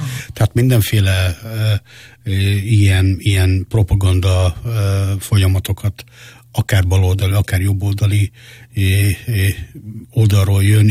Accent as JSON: {"language": "Hungarian", "country": "Hungary", "said": "magyarok és cigányok vagyunk egyaránt. Annyira vagyunk cigányok, mint amennyire magyarok, és annyira magyarok, amennyire cigányok."}